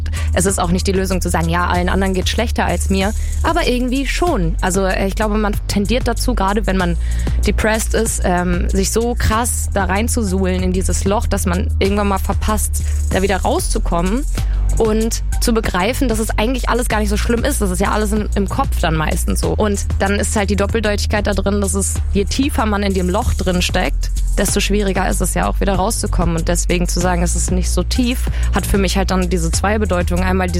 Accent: Bünde, North Rhine-Westphalia, Germany; now in Hamburg, Germany; Ja, ich komme aus Bielefeld, die Ecke, also eigentlich Bünde Herford.

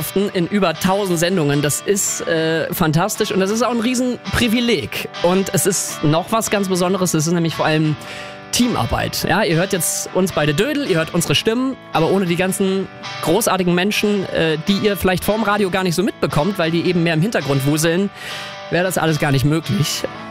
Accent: Rhineland-Palatinate, Germany; moved away; ich komme ja aus Rheinland-Pfalz

